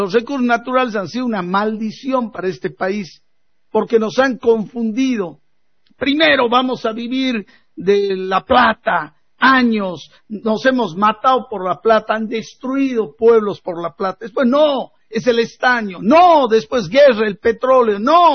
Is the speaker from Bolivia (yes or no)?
yes; Tarija, Bolivia; Los tarijeños no estamos diciendo